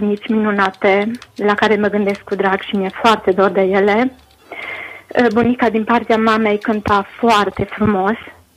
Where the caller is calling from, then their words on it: Cluj-Napoca, Cluj County, Romania; sunt din Cluj.